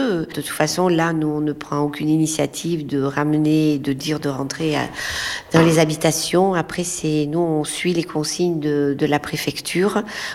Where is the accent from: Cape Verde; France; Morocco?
France; Parentis-en-Born, Nouvelle-Aquitaine; Moi, vous voyez, je suis originaire de Parentis. Je n'ai jamais vécu sur ma commune une situation pareille.